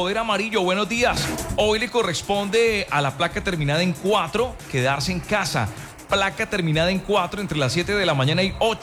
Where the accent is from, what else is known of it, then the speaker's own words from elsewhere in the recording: Colombia; Aquí todos somos colombianos